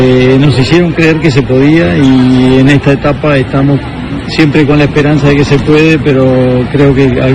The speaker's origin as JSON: {"language": "Spanish", "country": "Uruguay", "said": "soy de Uruguay y viviendo un mundial más, el cuarto desde que empecé a ir."}